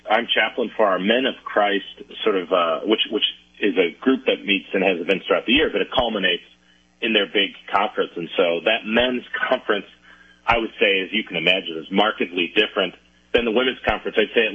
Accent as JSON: {"language": "English", "town": "Elm Grove", "region": "Wisconsin", "country": "United States", "tie": "born or raised there", "said": "So I grew up in Elm Grove, a suburb right next to it. I went to a K through 8 parochial school, went to an all-boy Jesuit high school here in Milwaukee named Marquette High School."}